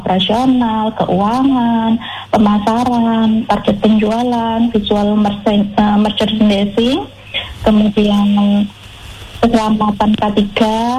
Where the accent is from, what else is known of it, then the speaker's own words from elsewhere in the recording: Malang, East Java, Indonesia; moved away as an adult; now in Central Lampung, Indonesia; Dari Kota Malang, Jawa Timur. Kemudian saya kebetulan pindah ke Lampung itu sekitar bulan Desember, Lampung Tengah.